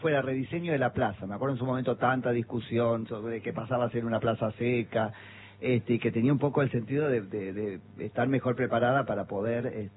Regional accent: San Andrés de Giles, Buenos Aires Province, Argentina; Yo soy de San Andrés de Giles, te cuento, Lucas.

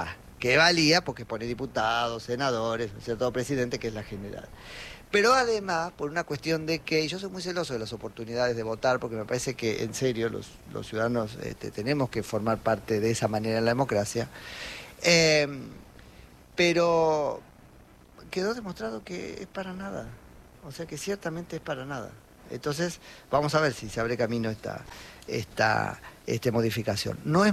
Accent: Argentina; O sea, pagamos carísimo como argentinos, independientemente de los resultados

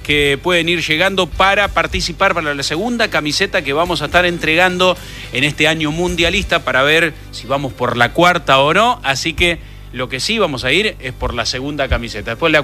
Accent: Las Toscas, Santa Fe, Argentina; moved away; yo voy a ir a mi pueblo, a Las Toscas

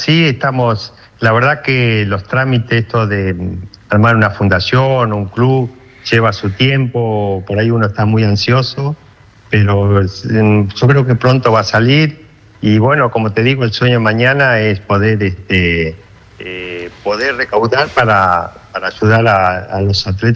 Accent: Argentina

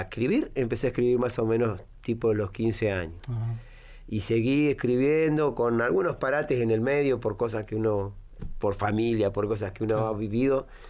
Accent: Río Gallegos, Santa Cruz, Argentina; De acá, de Río Gallegos.

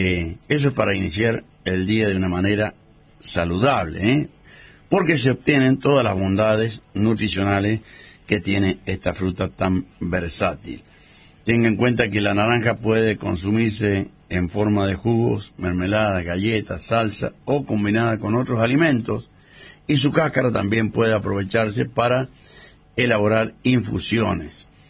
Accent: Cuyo, Argentina; Yo soy cuyano, pero de pura cepa.

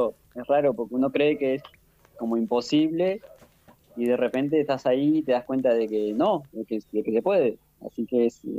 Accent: Trelew, Chubut, Argentina; born there; also born or lived in El Bolsón; now in Epuyén, Argentina; Yo nací en Trelew

